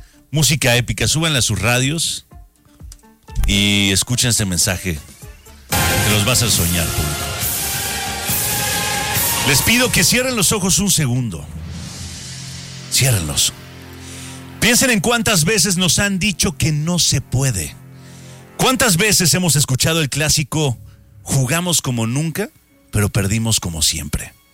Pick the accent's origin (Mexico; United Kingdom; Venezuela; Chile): Mexico; Somos lo máximo mexicanos.